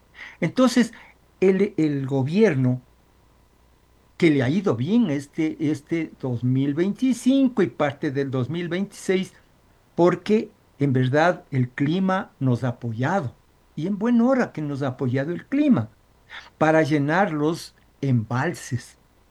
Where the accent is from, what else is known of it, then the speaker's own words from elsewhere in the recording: Ecuador; yo soy un ecuatoriano